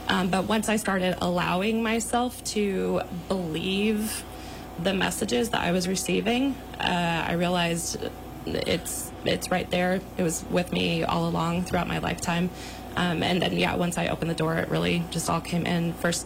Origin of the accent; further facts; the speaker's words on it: Texas, United States; now in Portland, Oregon, United States; I grew up in Texas in a super Christian household, but we did go to charismatic churches where there was like the gift of prophecy and speaking in tongues.